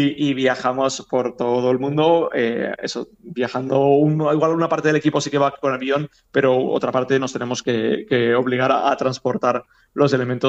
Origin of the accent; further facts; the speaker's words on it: Vila-real, Valencian Community, Spain; Nosotros somos de Villarreal, hemos estado en Sagunt en varias ediciones con otros espectáculos, también en formato itinerante y de calle.